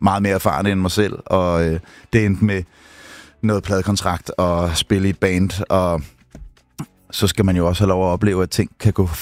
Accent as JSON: {"language": "Danish", "town": "Gentofte", "region": "Capital Region of Denmark", "country": "Denmark", "tie": "born there", "said": "Jeg er født på Gentofte sygehus."}